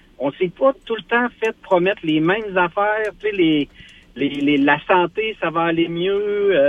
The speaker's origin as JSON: {"language": "French", "region": "Quebec", "country": "Canada", "said": "Puis là, ben, on s'en va en tant que Québécois."}